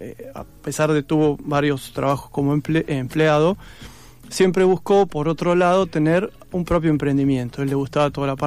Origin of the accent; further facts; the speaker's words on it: Trelew, Chubut, Argentina; now in Buenos Aires, Argentina; Sí, yo soy de Trelew.